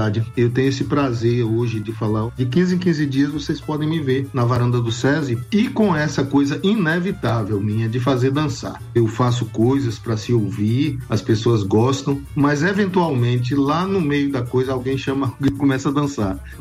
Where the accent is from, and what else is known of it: Urandi, Bahia, Brazil; moved away